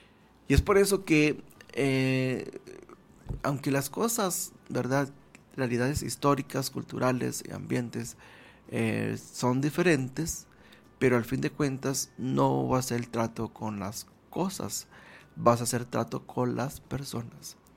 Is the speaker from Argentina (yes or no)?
no; northern Mexico, Mexico; del sur del país, nos dicen que nosotros hablamos enojados, ¿verdad? Y nosotros del norte le decimos a los del sur que hablan cantando